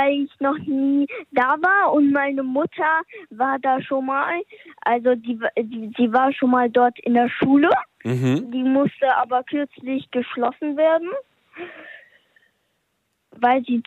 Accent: Japan; Aus Japan.

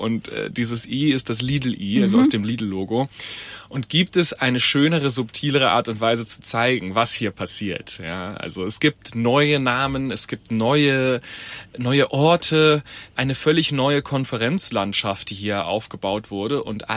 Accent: Heilbronn, Baden-Württemberg, Germany; Ich bin aufgewachsen in der Nähe von Heilbronn. Heilbronn ist eine 130.000 Einwohnerstadt nördlich von Stuttgart, Richtung Würzburg so ein bisschen.

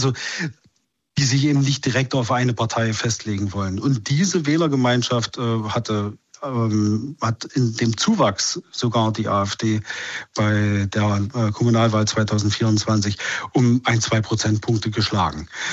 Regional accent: Querfurt, Saxony-Anhalt, Germany; Ich komme aus Querfurt, da sitzt ein Schnellroder, Götz Kubitschek.

